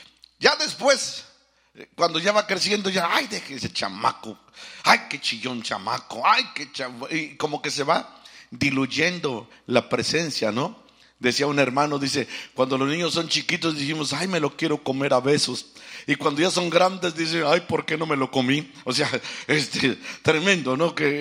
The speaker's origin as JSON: {"language": "Spanish", "town": "Izúcar de Matamoros", "region": "Puebla", "country": "Mexico", "tie": "born or raised there", "also_born_or_lived": "La Peña Colorada, Puebla / Norcross, Georgia", "moved": "yes", "said": "me llevaron a la ciudad, que no es una gran ciudad, que diga usted que qué bárbaro, pero es una ciudad. Se llama Izúcar de Matamoros. Ahí me crié."}